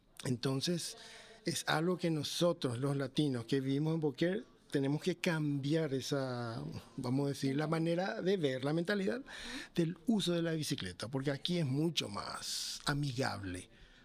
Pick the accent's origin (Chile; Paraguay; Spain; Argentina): Paraguay; also born or lived in United States; Vengo de Paraguay, pero viví mucho tiempo también en Estados Unidos